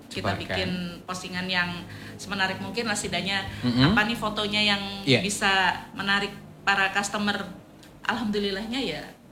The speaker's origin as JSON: {"language": "Indonesian", "town": "Bandung", "region": "West Java", "country": "Indonesia", "said": "Ya, karena saya kan dari Bandung."}